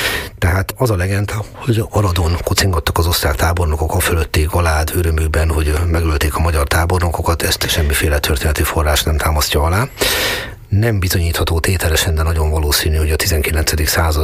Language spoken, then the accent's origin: Hungarian; Hungary; attól én még jó magyar vagyok.